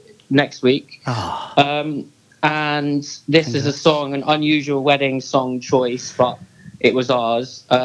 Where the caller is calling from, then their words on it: London, United Kingdom; From Archway.